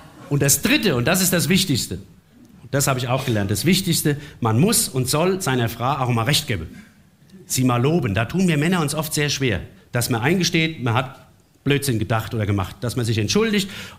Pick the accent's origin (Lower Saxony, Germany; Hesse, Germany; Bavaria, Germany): Hesse, Germany; Offenbach; Ich komme aus Offenbach. Wir haben Wasser in Offenbach, das ist für Wasserbette nicht gemacht.